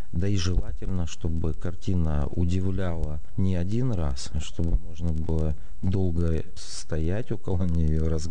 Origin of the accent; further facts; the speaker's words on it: Russian Far East, Russia; наш Дальний Восток, он меня захватывает, поскольку я коренной дальневосточник.